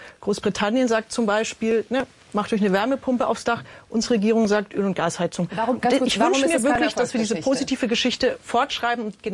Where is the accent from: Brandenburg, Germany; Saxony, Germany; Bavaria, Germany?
Bavaria, Germany; Wir sind in Bayern, ich komme aus Bayern